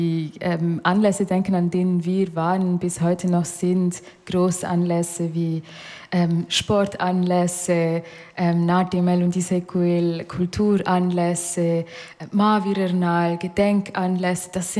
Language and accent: German; Solothurn, Switzerland; Ich bin in der Stadt Solothurn aufgewachsen, daher auch ziemlich durchmischt, auch wenn die Mehrheit weiß ist.